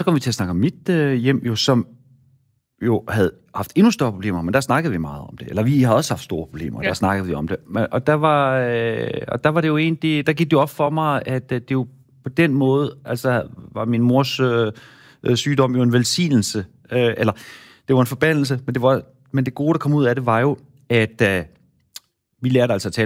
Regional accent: Central Denmark Region, Denmark; born or raised there

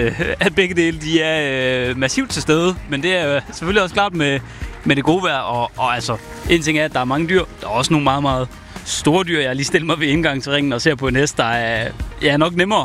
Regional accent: Southern Jutland, Denmark; nu er jeg jo sønderjyde

